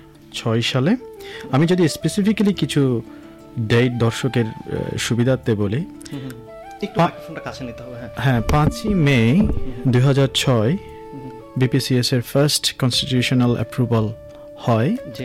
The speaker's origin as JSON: {"language": "Bangla", "country": "Bangladesh", "moved": "yes", "lives_now": "Australia", "said": "আমরা বাংলাদেশি হিসেবে নিজেদের কালচারটাকে এখানে তুলে ধরার চেষ্টা করছি"}